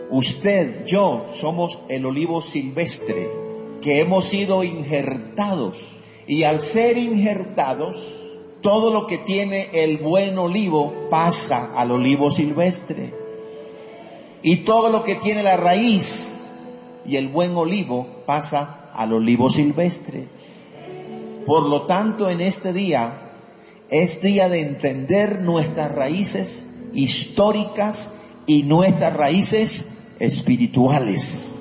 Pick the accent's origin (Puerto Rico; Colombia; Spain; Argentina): Colombia; Las raíces históricas que nosotros tenemos como pueblo colombiano son raíces frágiles. Porque por un lado venimos de África, por otro lado venimos de los aborígenes que vivían acá. Por otro lado venimos de los españoles.